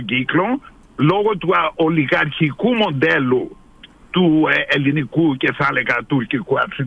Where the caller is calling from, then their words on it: Crete, Greece; επειδή είμαι από την Κρήτη